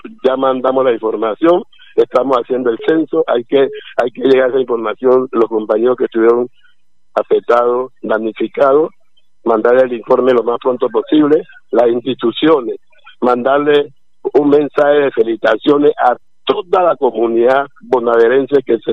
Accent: Buenaventura, Valle del Cauca, Colombia; Yo viví ese sismo acá en la ciudad de Cali, estoy acá, no he podido viajar, pero ya voy a desplazar para Buenaventura para estar allá, pensando en mi pueblo

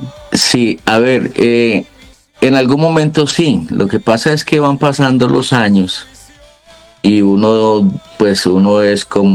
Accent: Puerto Rico, Caquetá, Colombia; Bueno, yo soy realmente caqueteño. Yo nací en un pueblo que se llama Puerto Rico, Caquetá, hace apenas 59 añitos. Y de ahí salimos

